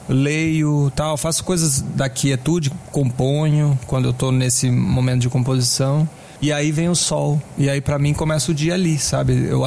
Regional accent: Rio Grande do Sul, Brazil; born or raised there; also born or lived in Brasília

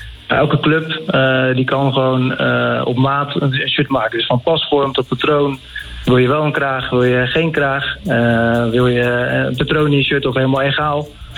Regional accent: Rotterdam, South Holland, Netherlands; born there; Ja, geboren in Rotterdam.

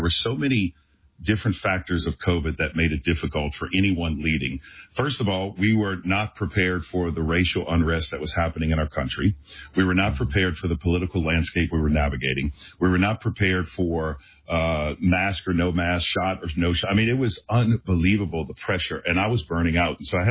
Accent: New Orleans, Louisiana, United States; born or raised there

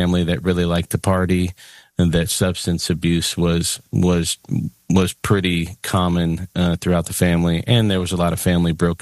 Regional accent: Illinois, United States; No, you know, I grew up in the Chicago suburbs

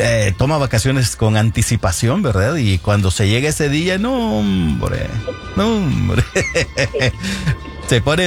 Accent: Santa Ana, El Salvador; moved away; allá en mi tierra, en Santa Ana

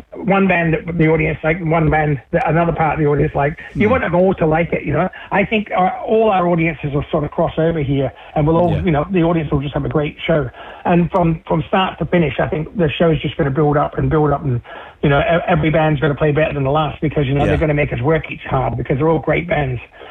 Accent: Adelaide, South Australia, Australia; my hometown of Adelaide

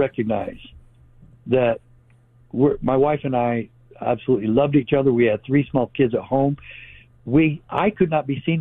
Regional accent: Arizona, United States; also born or lived in Utah, United States; And I'm not from Utah. I'm from Arizona, but I stayed in Utah for a while

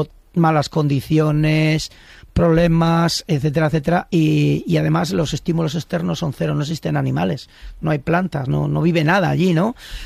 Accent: Íscar, Castile and León, Spain; Soy castellano y ahí nos hacemos duros.

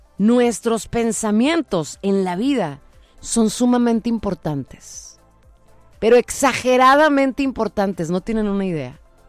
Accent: Mexico; porque como mexicanos decimos, no, pues es que nos han tocado equipos muy fáciles.

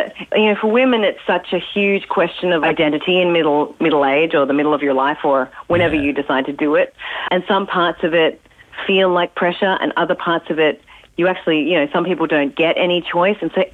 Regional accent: Tasmania, Australia; And so, especially because I grew up in Tassie and I had big dreams

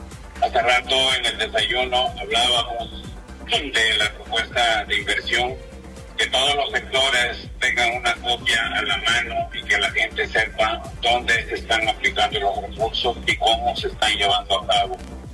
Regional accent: Veracruz, Mexico; Somos compañeros veracruzanos y muchos somos indígenas.

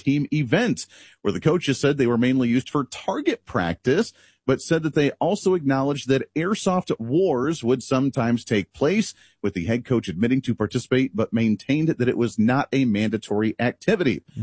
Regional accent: Ohio, United States; I grew up in Ohio area where we had about 10 apple trees.

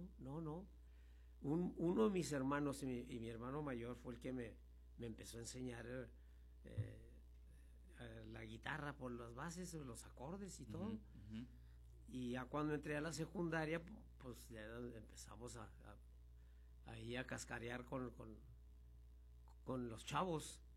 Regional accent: Ciudad Juárez, Chihuahua, Mexico; also born or lived in El Paso, Texas, United States; Yo nací aquí. Uh-huh. Nací en el Paso, pues. Y pero crecí aquí, ahí en la gloriosa colonia Hidalgo

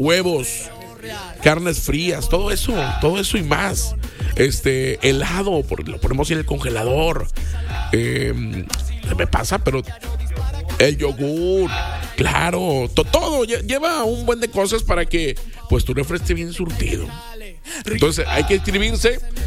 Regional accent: Mexico

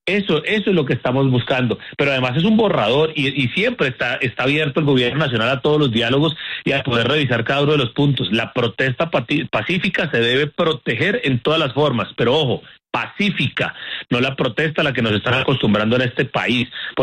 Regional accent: Santander, Colombia; yo he acompañado a la protesta pacífica que en mi tierra hemos hecho en las manifestaciones para el mal, contra el mal manejo de los peajes en la vía Bucaramanga-Bogotá, ruta principal

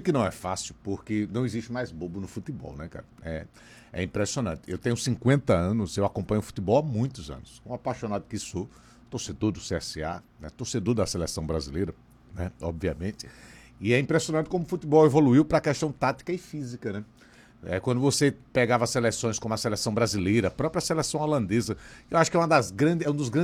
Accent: Brazil; E olha que eu tô falando como brasileiro, né?

